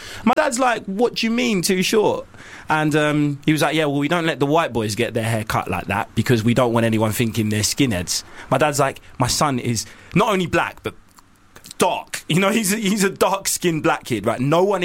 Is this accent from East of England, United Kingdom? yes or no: no; London, United Kingdom; born there